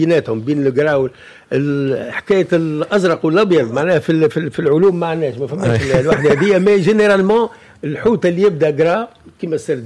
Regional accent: Mahdia, Mahdia Governorate, Tunisia; احنا شولة عندنا في الساحل في المهدية راتشولا

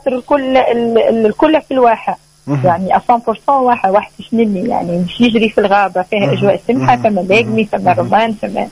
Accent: Gabès, Gabès Governorate, Tunisia; now in France; صحيح راهو جابس عندنا تلوث عندنا شوية مشاكل برشا مشاكل

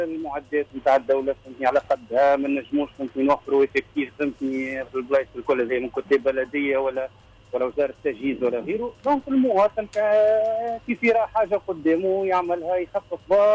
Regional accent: La Marsa, Tunis Governorate, Tunisia; born there; نحن كوميونيتي غاديك في مرسى نحن تعرف بعضها ملي صغار

